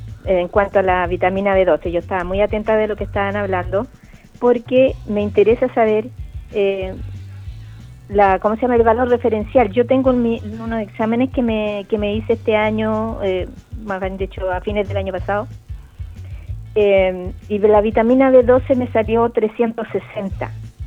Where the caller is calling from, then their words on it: Quilpué, Valparaíso, Chile; De Quilpué.